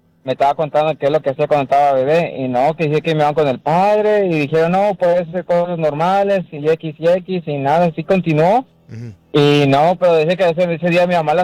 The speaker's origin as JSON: {"language": "Spanish", "town": "Sabinas Hidalgo", "region": "Nuevo León", "country": "Mexico", "tie": "born or raised there", "said": "Bueno, allá en Sabinas, donde soy yo de Sabinas, Hidalgo, Nuevo México. Uh-huh. Una de las casas que tenía allá, tenemos allá en el rancho."}